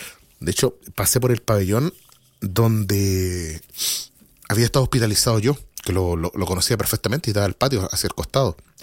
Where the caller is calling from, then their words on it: Santiago, Santiago Metropolitan Region, Chile; Yo soy de Santiago.